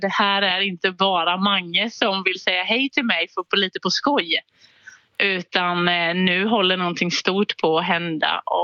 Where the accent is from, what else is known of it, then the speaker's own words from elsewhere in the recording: Småland, Sweden; Men han är från Dalarna och jag är från Småland